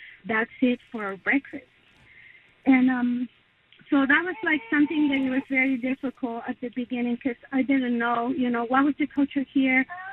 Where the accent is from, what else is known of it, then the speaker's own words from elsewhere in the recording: Argentina; moved away as an adult; I immigrated from Argentina in the early 2000s, and I had the situation that as soon as I got here, after 2 months, I got pregnant. And in Argentina, we do have very light breakfast.